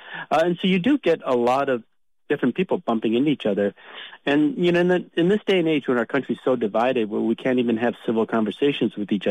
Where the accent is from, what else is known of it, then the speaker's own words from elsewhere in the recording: Detroit, Michigan, United States; Who was born and raised in Detroit, I actually never got a chance to see much of the outside of the 313.